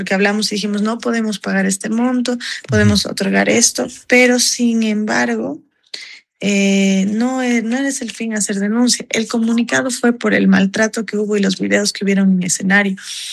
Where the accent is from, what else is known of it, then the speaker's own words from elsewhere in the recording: Bolivia; prácticamente todo mi personal, incluida yo, somos bolivianos.